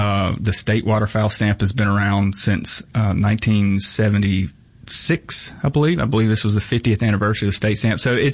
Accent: United States; So I'm from Lawrence County. I tell people all the time, you know, Lawrence County to this day has like one red light in the whole county, you know. So I grew up in a really rural place.

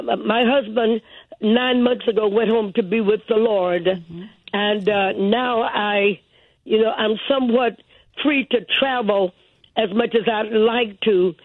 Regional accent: Durham, North Carolina, United States; born there; now in Raleigh, United States; I pastor in Raleigh, North Carolina. But Durham is home.

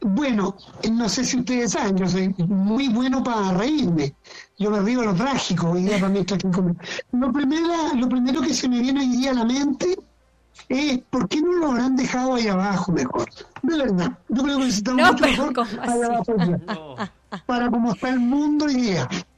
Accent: Chile; pasaban muchas cosas por la cabeza de nosotros como mineros chilenos

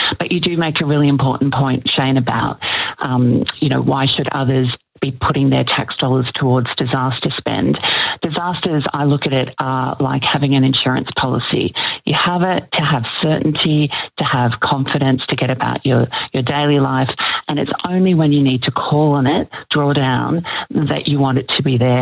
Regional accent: Queensland, Australia

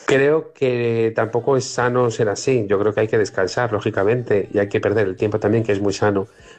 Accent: Balearic Islands, Spain; buenas noches, fareros … de Mallorca

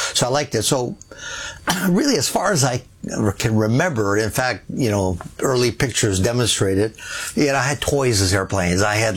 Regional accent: Montreal, Quebec, Canada; born there; also born or lived in Sherbrooke; I actually was born right here in Montreal, at Verdun, actually. But we only lived here a couple years at the time. My father was a manager at Sun Life, so we kind of moved around. We moved to Sherbrooke

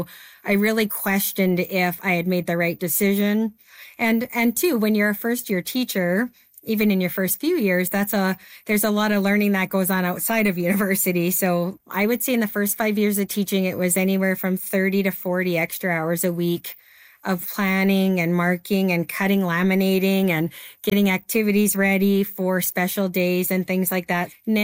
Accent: Lethbridge, Alberta, Canada; I am from Lethbridge, Alberta.

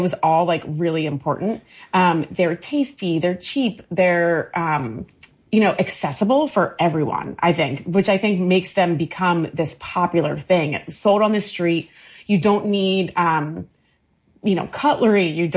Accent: Maryland, United States; born or raised there

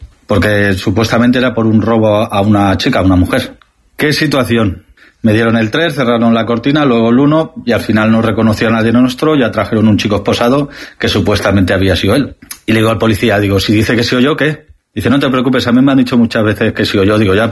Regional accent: Valencia, Valencian Community, Spain; Buenas noches, fareros y fareras. … de Valencia

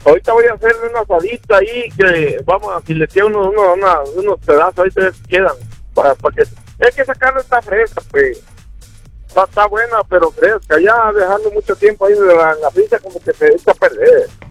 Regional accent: Villaflores, Chiapas, Mexico; Ah, yo soy de la Frailesca, viejo. Ya mero de la... De donde se da el maíz y el frijol. Yo soy de mero Villaflores, viejo.

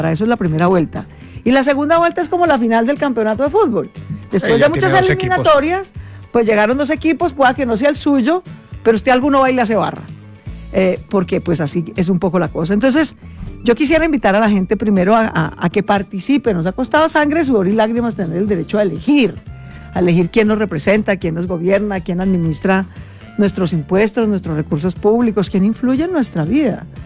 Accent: Colombia; Somos dos colombianos, hemos hechos a pulso, pues, ambos hijos de una familia hecha a pulso.

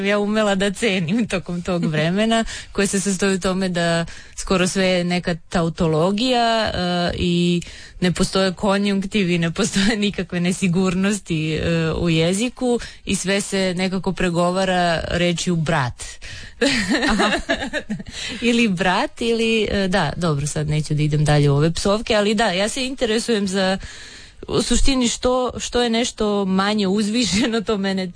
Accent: Belgrade, Serbia; budući da sam odrasla u Beogradu 90-ih

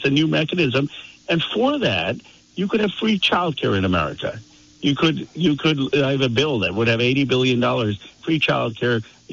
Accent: Pennsylvania, United States; now in Silicon Valley, United States; the people I grew up with in Pennsylvania

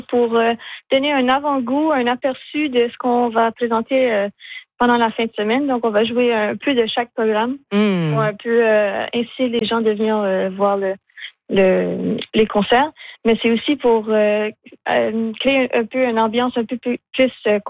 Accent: Edmundston, New Brunswick, Canada; born there; Oui, alors moi, je suis née à Edmundston, mais j'ai toujours vécu mes étés ici au Lac Baker parce que j'avais toujours un chalet de famille.

